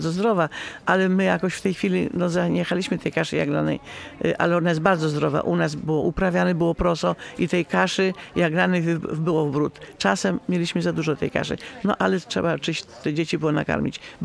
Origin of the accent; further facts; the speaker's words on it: Samogoszcz, Masovian Voivodeship, Poland; Ja pochodzę ze wsi Samogoszcz, gmina Maciejowice, powiat garwoliński.